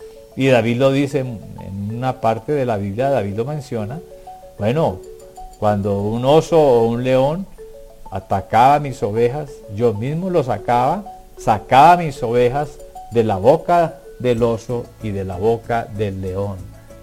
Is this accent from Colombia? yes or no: yes; Colombia; Bueno, en mi tierra, en Colombia, hay habitantes de calle.